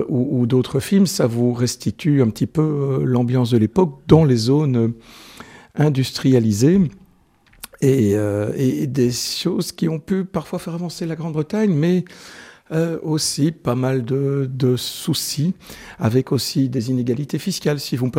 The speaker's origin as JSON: {"language": "French", "town": "Namur", "region": "Wallonia", "country": "Belgium"}